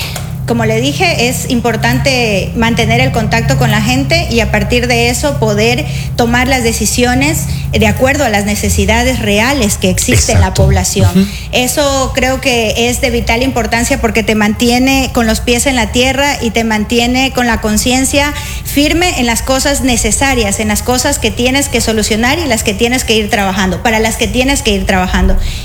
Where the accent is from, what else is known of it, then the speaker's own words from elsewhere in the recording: Santo Domingo, Santo Domingo de los Tsáchilas, Ecuador; mi papá no es de aquí, mi papá es de La Tacunga y él se quedó aquí.